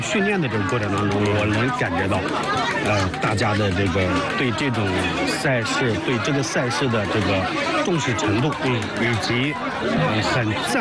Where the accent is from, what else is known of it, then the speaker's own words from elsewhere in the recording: Lujiang, Anhui, China; 在我们庐江这个地方